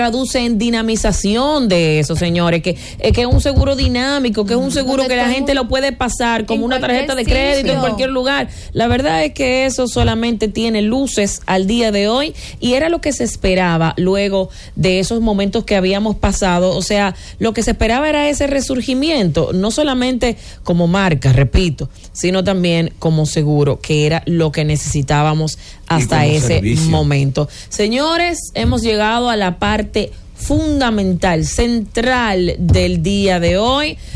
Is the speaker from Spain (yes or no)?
no; Dominican Republic